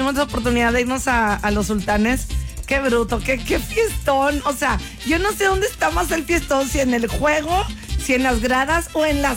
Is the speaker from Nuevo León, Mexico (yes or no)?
yes; Monterrey, Nuevo León, Mexico; los regios netos, o sea, no nos agüitamos por nada